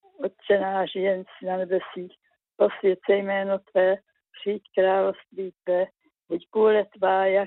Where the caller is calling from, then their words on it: Moravia, Czechia; z Moravy, chtěla bych se pomodlit za posílu v nemoci pro moje sourozence